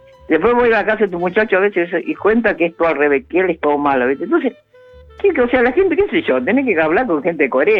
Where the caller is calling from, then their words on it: Pilar, Buenos Aires Province, Argentina; acá de Pilar.